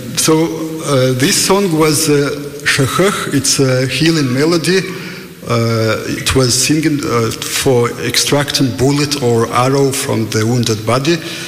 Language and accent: English; North Caucasus, Russia; three of us are from Circassia. Circassia, it's a land in the North Caucasus which you cannot find on the modern maps